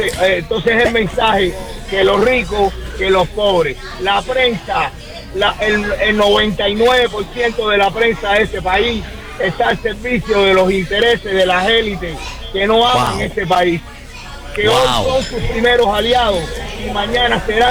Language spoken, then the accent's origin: Spanish; Cuba; moved away; No, yo vine de Cuba huyendo a la comunidad.